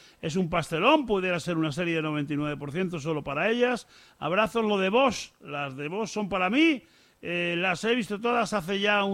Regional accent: Coslada, Community of Madrid, Spain

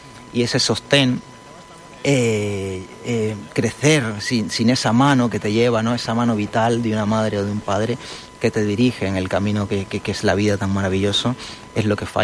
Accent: Nicaragua; Las había visto, las había tocado en su momento, en mi infancia en Nicaragua.

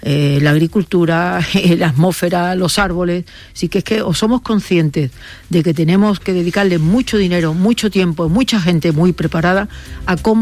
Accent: Andalusia, Spain

